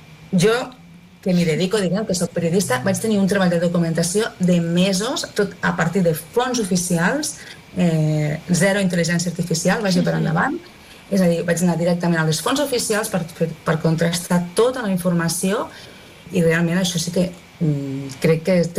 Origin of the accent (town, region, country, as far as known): Maials, Catalonia, Spain; born there